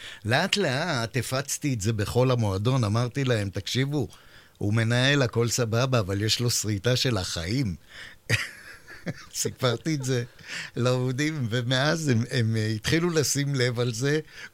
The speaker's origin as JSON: {"language": "Hebrew", "town": "Holon", "region": "Tel Aviv District", "country": "Israel", "said": "אני חולוני"}